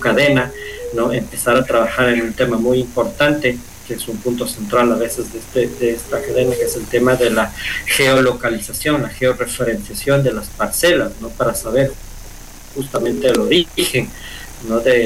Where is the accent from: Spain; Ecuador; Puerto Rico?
Ecuador; a nosotros como ecuatorianos, al estar aquí